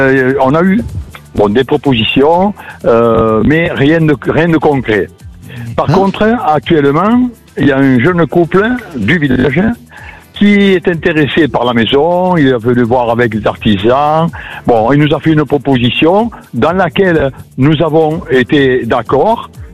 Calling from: Occitanie, France; Je vous appelle de l'Occitanie.

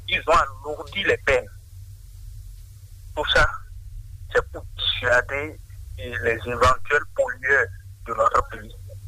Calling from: Benin

